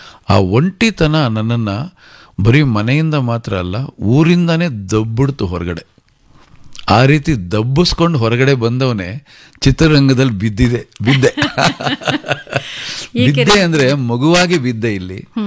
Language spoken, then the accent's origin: Kannada; Bhadravati, Karnataka, India; ನನ್ನ ಊರು ಭದ್ರಾವತಿ, ತುಂಬ ಬಡತನದ ಕುಟುಂಬದಲ್ಲಿ ಹುಟ್ಟಿದವನು ನಾನು, ಬಹಳ ಸಾಧಾರಣವಾದಂಥ ಒಂದು ಕುಟುಂಬ.